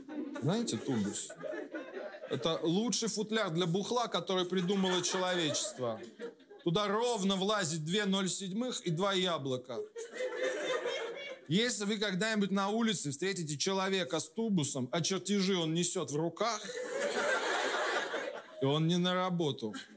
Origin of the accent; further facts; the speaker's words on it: Kursk, Kursk Oblast, Russia; Я из Курска. Часто в него езжу. Курск меняется, мне нравится за этим наблюдать.